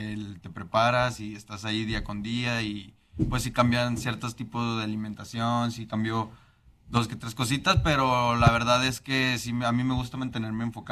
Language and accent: Spanish; Torreón, Coahuila, Mexico; moved away; No, yo soy de aquí de Torreón.